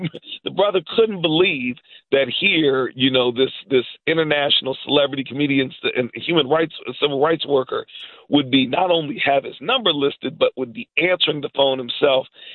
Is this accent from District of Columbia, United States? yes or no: no; Plymouth, Massachusetts, United States; also born or lived in Chicago, United States; most of us were born in Chicago, and being the youngest, it was about a month after I was born that we moved all the way from Chicago, Illinois, you know, the city with the largest numbers-wise black population in the country, to Plymouth, Massachusetts.